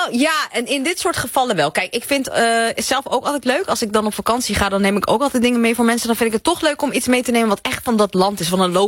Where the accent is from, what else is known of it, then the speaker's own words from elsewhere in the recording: Amsterdam, North Holland, Netherlands; born there; Ik ben geboren in Amsterdam. Maar vanuit huis heb ik altijd geleerd van mijn moeder, thuis spreken we Farsi. En op school mag je Nederlands leren.